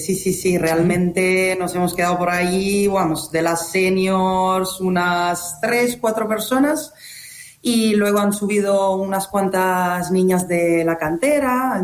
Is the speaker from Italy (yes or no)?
yes; Italy; Spanish is a second language; moved away as an adult; now in A Coruña, Spain; Llevo ya 6 años en La Coruña, 7 en España, soy italiana, evidentemente, ya lo he dicho